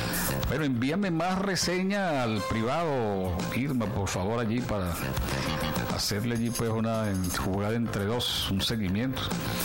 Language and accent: Spanish; Barquisimeto, Lara, Venezuela; hoy mi tierra, mi terruño, Barquisimeto, Amundo, está de cumpleaños.